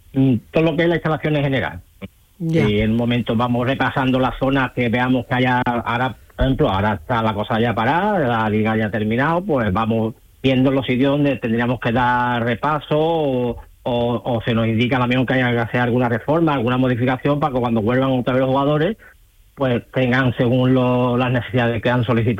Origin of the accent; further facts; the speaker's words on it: Andalusia, Spain; aunque yo siempre soy de Canal Sur, por mi tierra